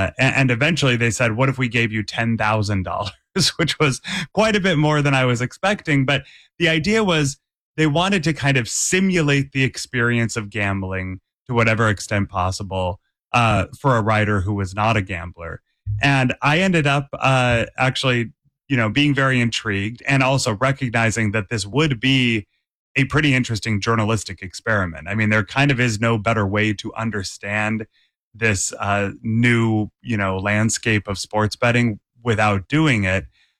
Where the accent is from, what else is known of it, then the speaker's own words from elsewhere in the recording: Massachusetts, United States; I grew up in Massachusetts, so I have the New England sports fan